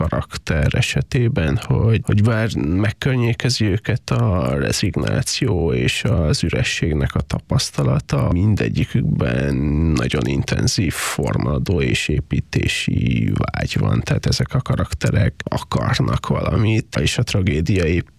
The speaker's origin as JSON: {"language": "Hungarian", "region": "Transylvania", "country": "Romania", "tie": "born or raised there", "said": "a saját Erdélyhez való viszonyomnak és a szülőföldemmel kapcsolatos érzéseimnek"}